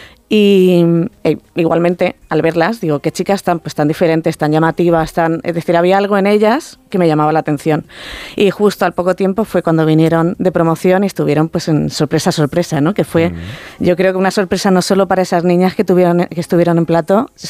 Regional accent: Alicante, Valencian Community, Spain; yo soy de Alicante, me vine aquí a estudiar

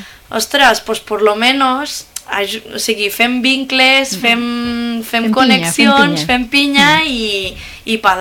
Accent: Lleida, Catalonia, Spain; Sempre diem, ho diem amb la boca petita, que som de Lleida

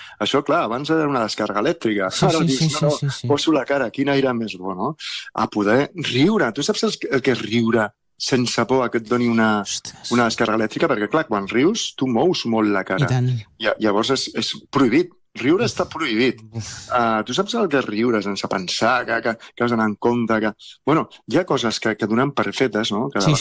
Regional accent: Soria, Castile and León, Spain; menjar-me un torrent no de Sòria, que la meva mare és la que millor es fa, perquè som de Sòria.

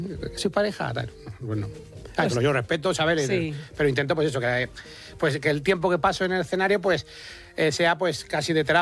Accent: Aranjuez, Community of Madrid, Spain; accent: Toledo; yo soy de Aranjuez, pero es frontera con Toledo.

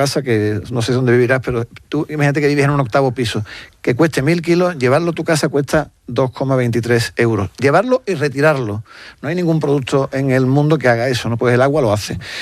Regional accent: Spain

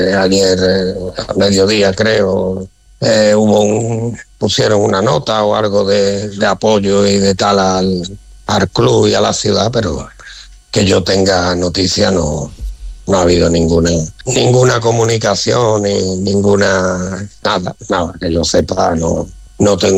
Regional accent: Seville, Andalusia, Spain; moved away as an adult; now in Ceuta, Spain; lo dice alguien que no ha nacido en Ceuta, ¿eh? Soy un sevillano, pero desde que llegué

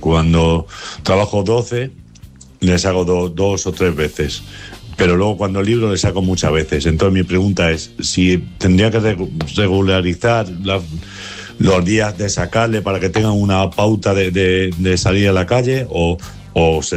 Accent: Madrid, Community of Madrid, Spain; de Vallecas, os escribí el otro día del bichón maltés.

